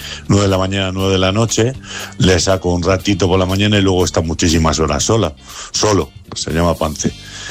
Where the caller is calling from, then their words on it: Madrid, Community of Madrid, Spain; de Vallecas.